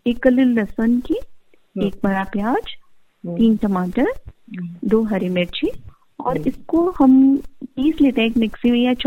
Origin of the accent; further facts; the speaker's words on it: Rajasthan, India; क्योंकि दाल बाटी के साथ हम राजस्थानी लोगों को कुछ तो चटकारा चाहिए ही